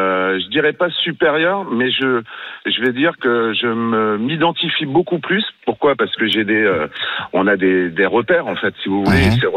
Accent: Brittany, France; Ouais, je suis breton. Je me considère vraiment breton avant d'être français. Je suis très fier de ma région.

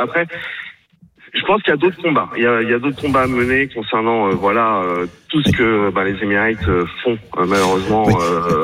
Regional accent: Saint-Nazaire, Pays de la Loire, France; Alors, moi, je suis de Saint-Nazaire, donc le Val d'Oise, je ne connais pas beaucoup.

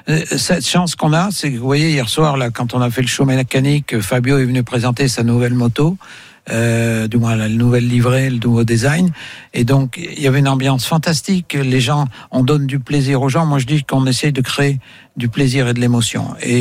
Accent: Auvergne-Rhône-Alpes, France; Non, c'est bon, moi, je suis auvergnat, alors.

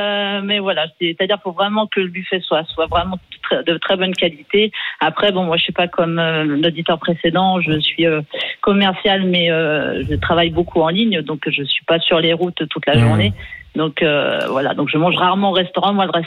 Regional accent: Paris, Île-de-France, France; now in Toulon, France; je suis Toulon, je suis à Toulon maintenant, mais je suis parisienne à la base.

